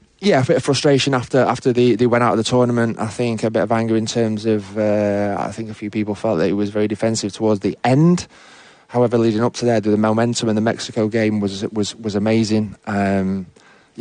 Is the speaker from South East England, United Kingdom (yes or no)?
no; Sheffield, Yorkshire and the Humber, United Kingdom; No, I'm a Yorkshireman.